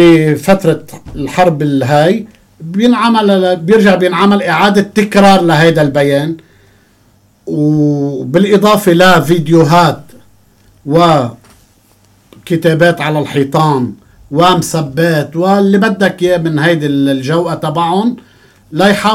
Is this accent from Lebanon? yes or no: yes; Beirut, Beirut Governorate, Lebanon; moved away; لأني أنا خلقت وربيت ببيروت ومعظم وقتي كان خارج لبنان.